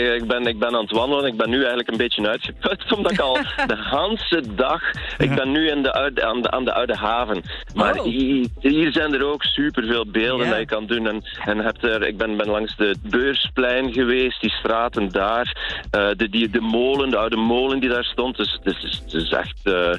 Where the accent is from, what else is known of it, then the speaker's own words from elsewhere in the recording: Ghent, Flanders, Belgium; in Gent, waar ik vandaan kom